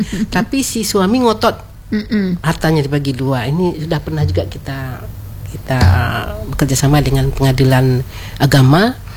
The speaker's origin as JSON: {"language": "Indonesian", "region": "West Sumatra", "country": "Indonesia", "said": "Ya kita tahulah budaya kita Minang."}